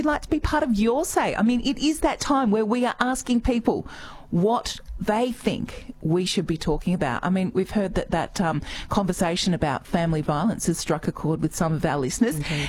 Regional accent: South Australia, Australia; Oh, look, because I'm South Australian by trade, I'm a bit of a football traitor

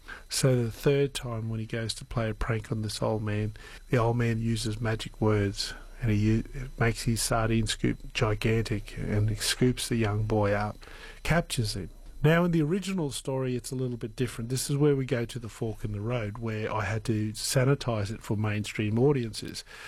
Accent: Cloncurry, Queensland, Australia; And I always thought back to growing up in Cloncurry, how we'd always have these great Indigenous stories, but none of them were Torres Strait.

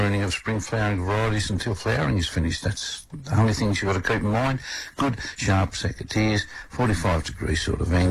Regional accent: Orange, New South Wales, Australia; You know, I'm from Orange, mate. You know, we're tough. I know what frosts are all about.

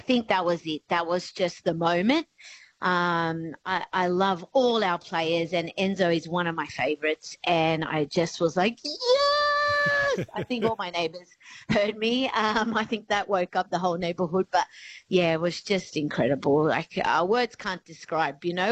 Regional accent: Argentina; To be honest, look, I love a lot of the Latino teams. I am from Argentina.

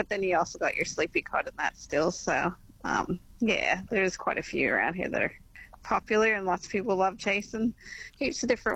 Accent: Canada; moved away; Canada originally.

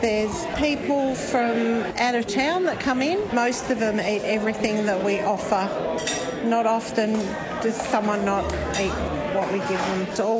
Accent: Melbourne, Victoria, Australia; now in Sale, Australia; I'm originally from Melbourne, and I've lived in Sale for 9 years.

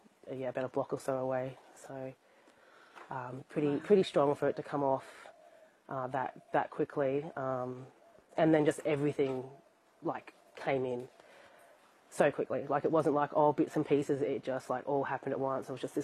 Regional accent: Alice Springs, Northern Territory, Australia; I was born in Alice Springs and I've always lived here.

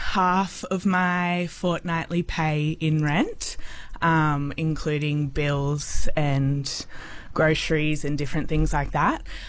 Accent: Dubbo, New South Wales, Australia; also born or lived in Sydney; I grew up in Dubbo and went to school here. I then moved away for university. I moved to Sydney to study, and then I lived in Sydney for about 4 years. I rented in Sydney during my new grad year

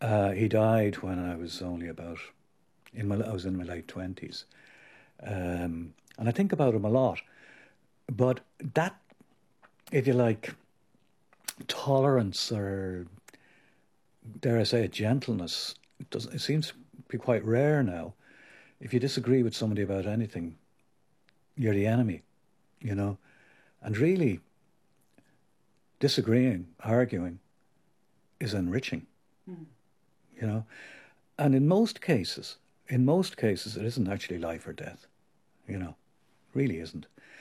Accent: Ireland; We were both in a little way outsiders, being Irish at that time, looking at, we were in a very opulent area.

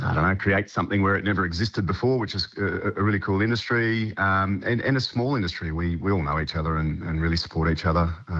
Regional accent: Cessnock, New South Wales, Australia; I grew up in Cessnock, my family were coal miners

